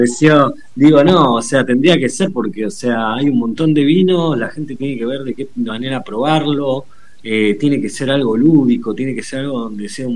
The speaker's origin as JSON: {"language": "Spanish", "country": "Argentina", "said": "Me gustan más los vinos chilenos que los vinos argentinos. Siendo argentino."}